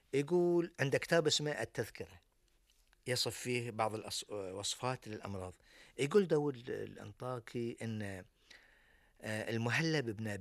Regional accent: Bahrain; الزلابية أيضا من الحلاوة المشهورة جدا عندنا في البحرين

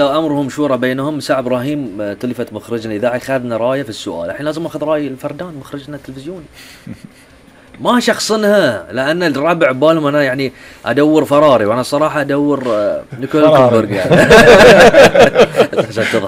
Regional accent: Bahrain

